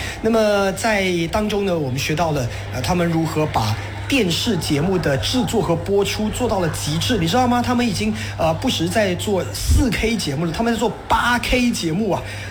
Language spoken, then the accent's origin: Chinese; Malaysia; 介绍我自己作为一个在马来西亚的华人我们怎么样把华语学好啊